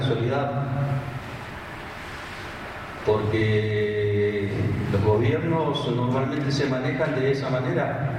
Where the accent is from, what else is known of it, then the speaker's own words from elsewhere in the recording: Neuquén, Argentina; que fue uno de los primeros pobladores que se asentó en esos parajes en el año 1890. Tenemos 136 años de historia en la región.